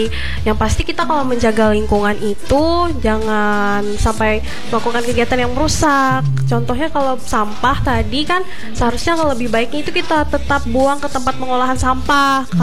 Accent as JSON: {"language": "Indonesian", "town": "Palangka Raya", "region": "Central Kalimantan", "country": "Indonesia", "said": "Kalau aku aslinya orang Pelangka."}